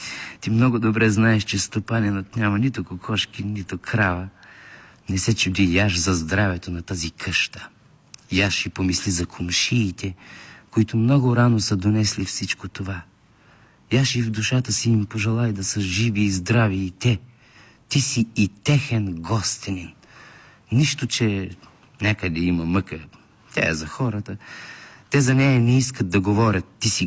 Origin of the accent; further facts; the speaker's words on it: Zlatograd, Smolyan Province, Bulgaria; born there; Аз съм се родил в Родопите.